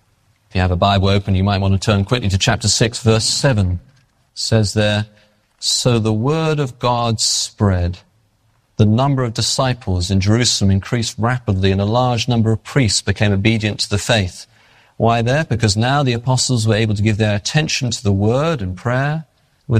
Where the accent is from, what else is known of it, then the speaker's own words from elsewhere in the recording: England, United Kingdom; Now, I'm English. I can get away with these things, right?